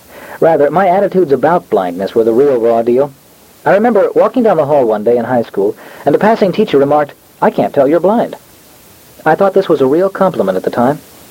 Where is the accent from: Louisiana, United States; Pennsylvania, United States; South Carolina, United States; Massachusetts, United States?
Pennsylvania, United States; Cheltenham; I grew up in Cheltenham, Pennsylvania, a suburb of Philadelphia.